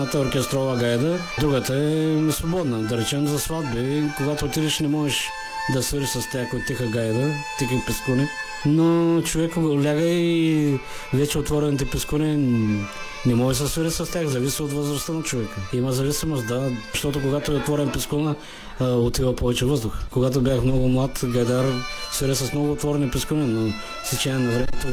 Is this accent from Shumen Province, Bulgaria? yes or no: yes; Shumen, Shumen Province, Bulgaria; also born or lived in Struyno village, Shumen Province; Аз съм родом от едно шуменско село, казва се Струйно. Там съм израснал до 10 годишна възраст и след това вече в Шумен живеем.